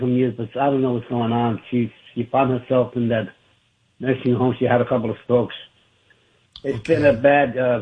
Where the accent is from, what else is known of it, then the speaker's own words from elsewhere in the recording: New York, United States; now in Florida, United States; I'm out here in Florida. I'm originally from New York.